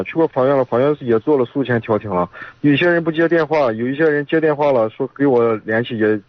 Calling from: Yuncheng, Shanxi, China; 盐湖区的。

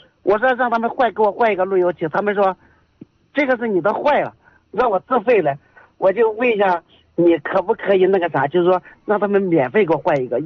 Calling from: Linyi County, Shanxi, China; 我是那个临沂县张松村的，楚侯乡张松村。

